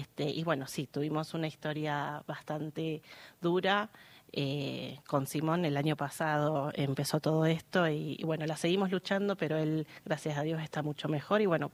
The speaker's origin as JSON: {"language": "Spanish", "region": "Tierra del Fuego", "country": "Argentina", "said": "nosotros somos de Tierra del Fuego."}